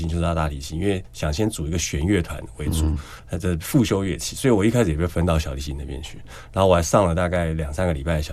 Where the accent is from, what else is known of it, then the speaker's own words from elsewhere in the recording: Kaohsiung, Taiwan; 我是南部人，我从高雄来台北看了2场